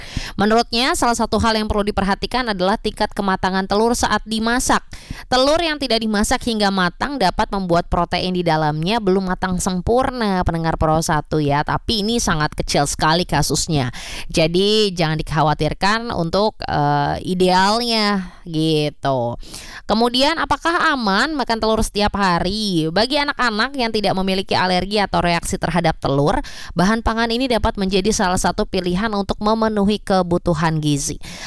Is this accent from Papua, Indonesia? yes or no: no; North Sumatra, Indonesia; Saya ini orang Batak, tapi saya suka sekali loh makan pempek.